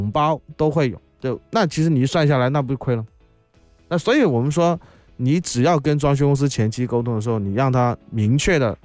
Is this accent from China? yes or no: yes; Guangdong, China; 我们广东话